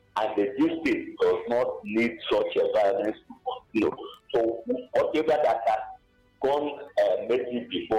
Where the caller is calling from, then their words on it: Enugu State, Nigeria; I'm calling from Abapani Chenu.